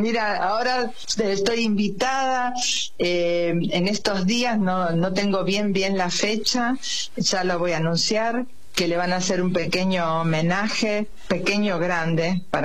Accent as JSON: {"language": "Spanish", "country": "Argentina", "said": "yo soy argentina, hija de italianos, calabreses."}